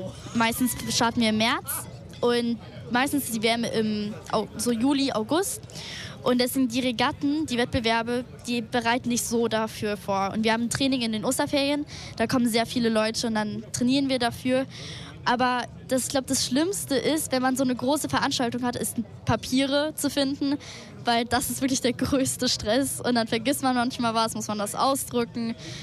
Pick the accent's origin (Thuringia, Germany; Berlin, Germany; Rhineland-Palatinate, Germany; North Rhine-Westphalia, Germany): North Rhine-Westphalia, Germany; Cologne; Und ich komme aus Köln.